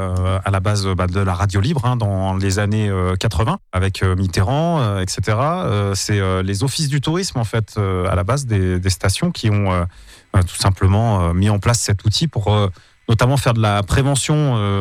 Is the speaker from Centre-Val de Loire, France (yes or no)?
no; Val d'Isère, Auvergne-Rhône-Alpes, France; la station dans laquelle j'ai grandi à Val d'Isère quand j'étais gamin